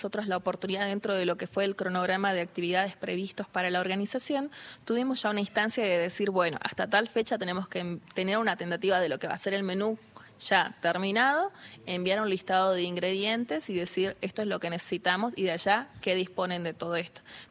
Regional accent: Argentina

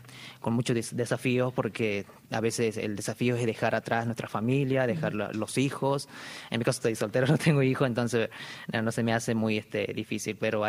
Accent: Abrapampa, Jujuy, Argentina; also born or lived in La Quiaca / Tilcara; Soy Abrapampa, nacido en La Quiaca, ajá. Me crié en Abrapampa, hice mis estudios primarios y secundarios y la universidad, bueno, el nivel terciario en Tilcara.

